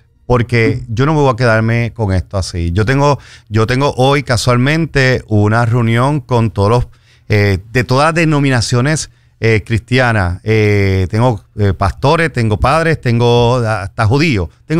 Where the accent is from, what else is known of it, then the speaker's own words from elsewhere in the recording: Carolina, Puerto Rico; se están enfrentando a un gigante de verdad de Carolina. Nacido y criado en Carolina.